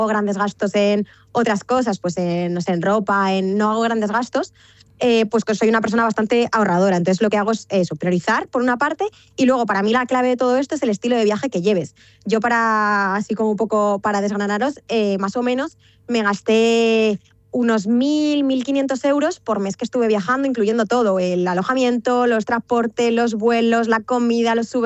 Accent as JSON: {"language": "Spanish", "town": "Cabanillas del Campo", "region": "Castilla-La Mancha", "country": "Spain", "also_born_or_lived": "Cortes de Tajuña", "said": "yo soy de Guadalajara, pero soy de un pueblo de Guadalajara."}